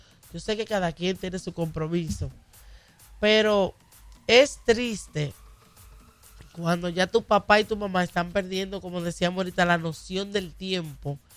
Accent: Dominican Republic; moved away

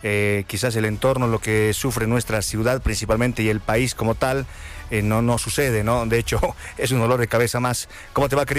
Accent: Bolivia; nosotros como bolivianos

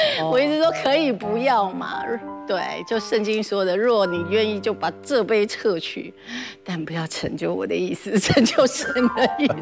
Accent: Taipei, Taiwan; moved away as an adult; now in Changhua, Taiwan; 因为我们两个都是台北出生的天龙人，道地的天龙人。

